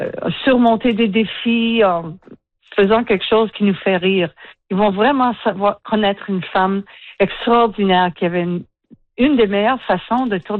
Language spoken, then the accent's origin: French; Ontario, Canada; born there; Je suis née en Ontario, il faut dire. Comme beaucoup d'Acadiens dans notre culture, dans notre histoire, je suis née hors des Maritimes et mes deux parents sont des Acadiens de la région Évangeline.